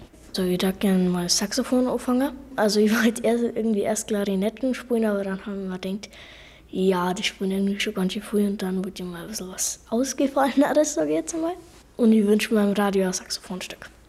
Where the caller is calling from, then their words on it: Germany; ich bin aus Borschzell. Und bei uns ist so eine kleine Schule mit so 44 Kindern oder so.